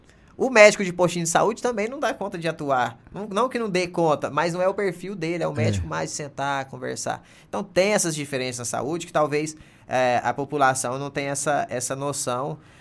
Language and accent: Portuguese; Goiânia, Goiás, Brazil; eu sou lá de Goiânia, agora temos a temporada de praia.